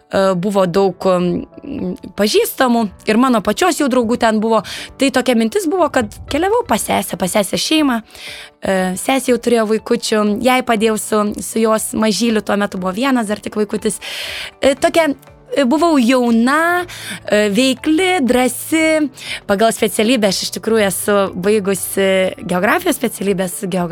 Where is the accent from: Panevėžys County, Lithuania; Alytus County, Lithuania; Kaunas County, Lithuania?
Panevėžys County, Lithuania; Panevėžys; moved away as an adult; also born or lived in Vilnius; now in London, United Kingdom; labai gera būti savo gimtajame Panevėžyje, savo mieste.